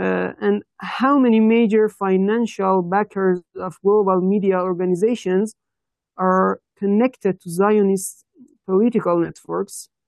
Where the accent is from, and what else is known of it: Iran